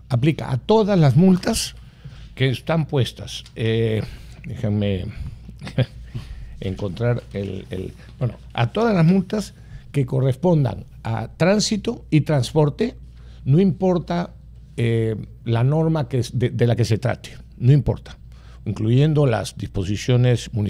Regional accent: Peru; a mí me indignó como peruano.

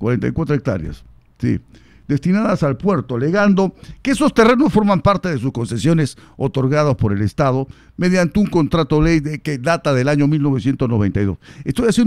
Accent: Arequipa, Peru; Carabelín, región Arequipa. Mi tierra, con orgullo.

